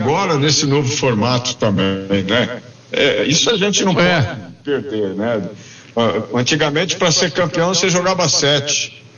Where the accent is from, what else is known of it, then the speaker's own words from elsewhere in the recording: Brazil; não sei se só para nós que somos brasileiros, né?